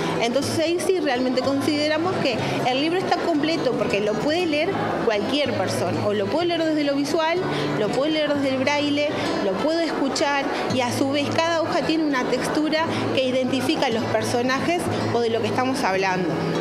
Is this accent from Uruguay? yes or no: yes; Montevideo, Uruguay; moved away as an adult; now in Flores, Uruguay; Yo soy de Montevideo y en el 2010 me fui a vivir a Flores.